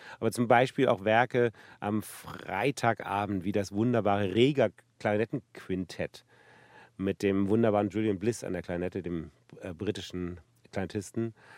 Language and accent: German; East Berlin, Berlin, Germany; meiner Jugend in Ost-Berlin.